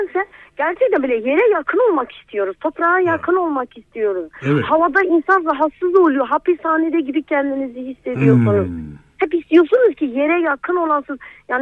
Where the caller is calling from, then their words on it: Malatya, Turkey; Evet Malatya'dan arıyorum.